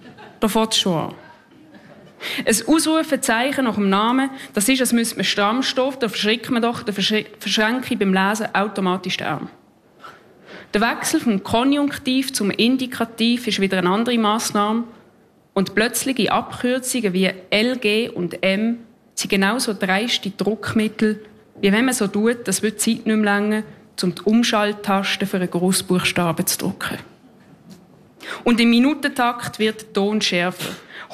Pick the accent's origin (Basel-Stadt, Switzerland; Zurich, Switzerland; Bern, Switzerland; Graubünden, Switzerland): Basel-Stadt, Switzerland; Basel; ich komme aus Basel, ich bin Slam-Poetin und Spoken-Word-Autorin.